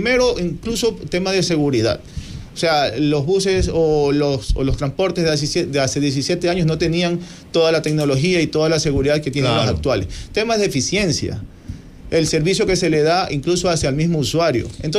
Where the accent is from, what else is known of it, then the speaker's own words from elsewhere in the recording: Portoviejo, Manabí, Ecuador; yo también soy manabita de Puerto Viejo